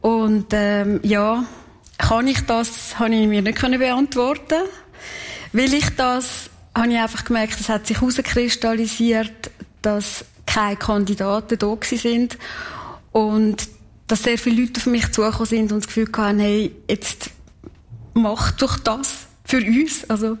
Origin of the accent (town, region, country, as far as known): Kaltbrunn, St. Gallen, Switzerland; born or raised there